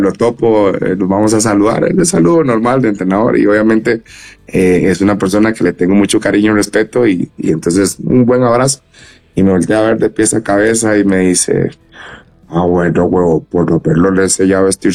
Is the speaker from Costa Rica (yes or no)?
yes; Costa Rica; hasta donde nosotros como costarricenses también entendamos